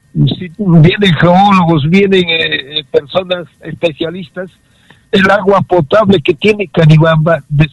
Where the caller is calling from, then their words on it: La Libertad, Peru; como liberteños, como peruanos